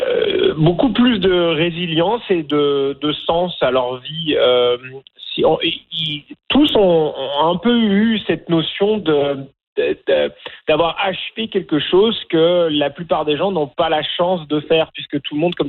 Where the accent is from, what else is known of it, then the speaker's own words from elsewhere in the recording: France; accent: French from France; moved away as an adult; now in Canada; j'ai pas l'accent franco-canadien typique. J'ai un accent français de France. Pourtant, ça va faire 20 ans, plus de 20 ans que je vis au Canada, que je suis canadien